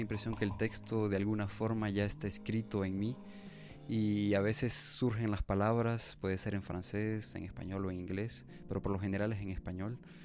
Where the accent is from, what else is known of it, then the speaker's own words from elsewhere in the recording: Honduras; nos sigue afectando mucho como hondureños, esta idea de este sentimiento de inferioridad que sentimos, no solo como hondureños, sino también con nuestras culturas.